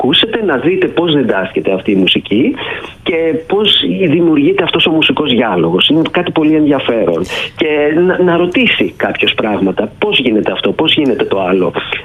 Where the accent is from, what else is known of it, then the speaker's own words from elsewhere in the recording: Ionian Islands, Greece; also born or lived in Patras; Εγώ είμαι από την Κεφαλονιά.